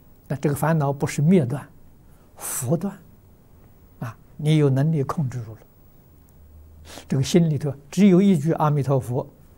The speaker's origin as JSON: {"language": "Chinese", "country": "China", "tie": "born or raised there", "said": "在我们中国，我小时候住在农村"}